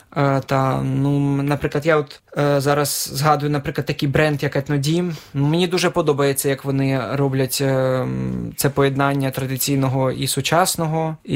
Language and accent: German; Chernihiv, Chernihiv Oblast, Ukraine; German is a second language; Also zum Beispiel diese traditionelle Wischiwanka habe ich aus meiner Heimatstadt Tschernihiw mitgenommen, als diese Stadt im März 2022 belagert war.